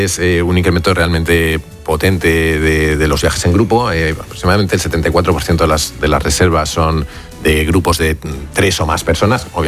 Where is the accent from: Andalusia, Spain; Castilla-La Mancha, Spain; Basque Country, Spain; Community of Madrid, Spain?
Castilla-La Mancha, Spain; a mí me pilló en mi pueblo de la Serranía de Cuenca